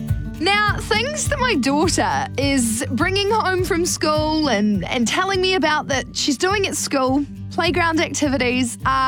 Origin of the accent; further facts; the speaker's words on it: Tauranga, Bay of Plenty, New Zealand; now in Auckland, New Zealand; And I'm from Tauranga. I grew up there, went to school there, did all of that in Tauranga, come to Auckland